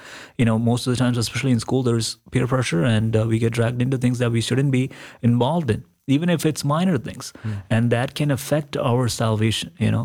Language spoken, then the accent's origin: English; Kerala, India; growing up in India, growing up in Kerala always brings a smile to my face when I think about it